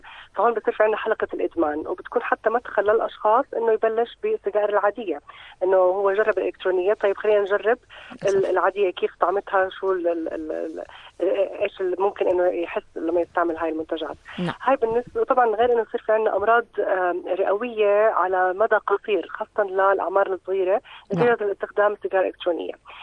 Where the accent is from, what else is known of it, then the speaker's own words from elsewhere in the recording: Jordan; عندنا بالاردن